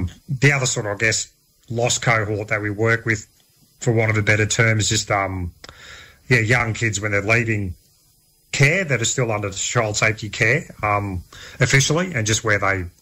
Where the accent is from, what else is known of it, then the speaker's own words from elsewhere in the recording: Hervey Bay, Queensland, Australia; also born or lived in Eidsvold; I was born in Idesvold, but we consider Hervey Bay home. That's where the family ended up settling way back in the 1920s, I think it was.